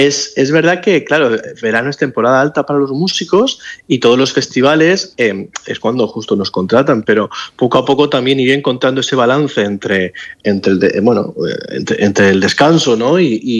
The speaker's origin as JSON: {"language": "Spanish", "region": "Region of Murcia", "country": "Spain", "moved": "yes", "said": "en el caso de mi tierra, cada verano volviendo y ahora cada otoño volviendo a Serraspuña"}